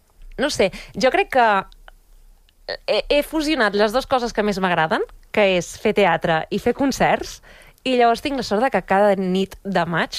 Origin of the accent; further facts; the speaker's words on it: Balearic Islands, Spain; pare madrileny, mare catalana, i jo i ma germana vam néixer a Mallorca. Llavors, a casa s'ha parlat sempre castellà i català central, però de portes a fora hem parlat sempre mallorquí.